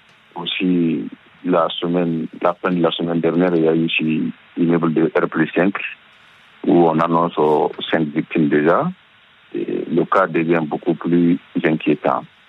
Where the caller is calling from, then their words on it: Guinea; Et l'effondrement des immeubles actuellement chez nous en Guinée nous inquiète beaucoup.